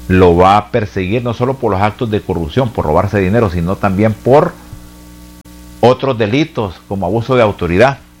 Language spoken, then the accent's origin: Spanish; Honduras; estamos cansados, estamos molestos como pueblo hondureño.